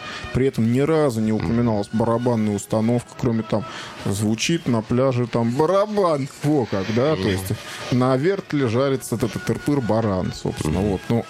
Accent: Russia; я русский

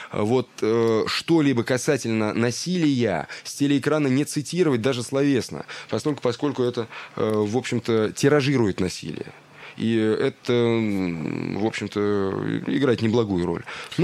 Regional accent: Russia; у нас в России не то, что мы русские, ну, какая разница, ну, мы евреи, ну, мы там, я не знаю, татары, все равно мы россияне

